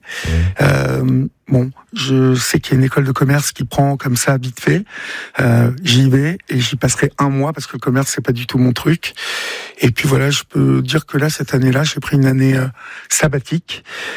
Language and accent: French; Évreux, Normandy, France; moved away as an adult; j'ai grandi à Évreux, et Évreux est une ville extrêmement compliqué.